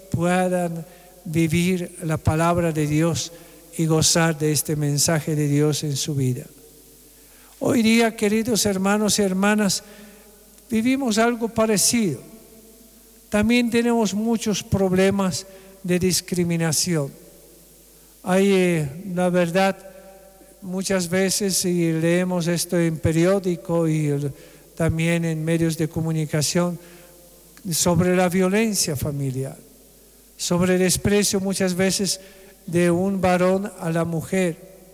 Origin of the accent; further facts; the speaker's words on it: Bolivia; nuestro gobierno acá en Bolivia